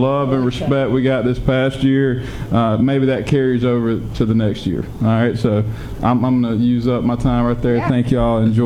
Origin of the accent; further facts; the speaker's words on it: Alabama, United States; Rick, you know just as well as I do, because I'm from Alabama. You had to drive at least an hour to see civilization outside of Enterprise, and that drove you crazy, right?